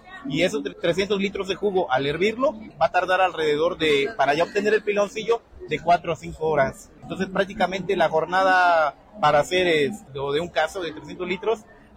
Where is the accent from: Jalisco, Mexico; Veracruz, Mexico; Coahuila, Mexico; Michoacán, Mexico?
Veracruz, Mexico; Coyutla; Venimos de la zona del Totonacapan, de la comunidad de Panorama, municipio de Coyutla, Veracruz.